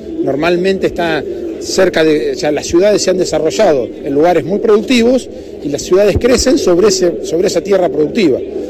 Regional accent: Argentina

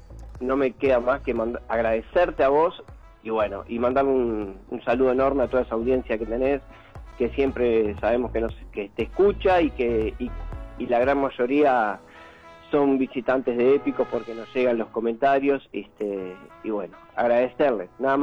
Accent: Atlántida, Canelones, Uruguay; porque somos de Atlántida

